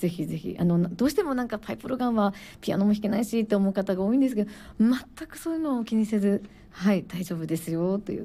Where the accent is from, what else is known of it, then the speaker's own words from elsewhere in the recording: Zushi, Kanagawa, Japan; born there; 逗子文化プラザホールというところに地元のねホールがありまして、